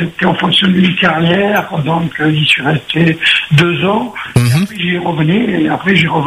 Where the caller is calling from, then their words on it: Bordeaux, Nouvelle-Aquitaine, France; je suis sur Bordeaux.